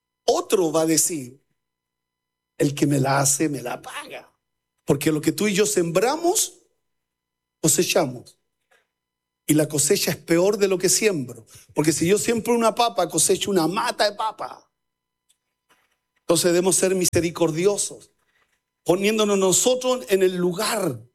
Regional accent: Chile; Así somos los chilenos.

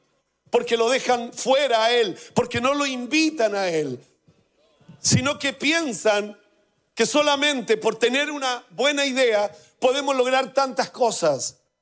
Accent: Lota, Biobío, Chile; born there; also born or lived in Coronel; Yo vengo de Lota, de Coronel, de Schwager, de zonas mineras, donde mi futuro era trabajar en la mina del carbón

